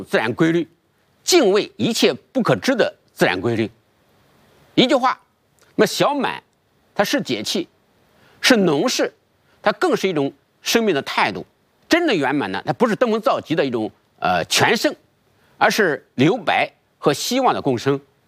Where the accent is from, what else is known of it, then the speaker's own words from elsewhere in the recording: China; 但是这一点都不耽误我们中国人对小满这个解气的独特的哲学思考。